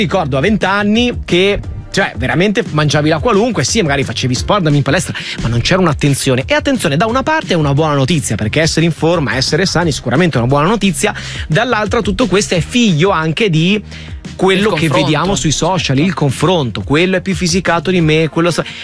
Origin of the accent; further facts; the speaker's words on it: Veneto, Italy; qua da Veneto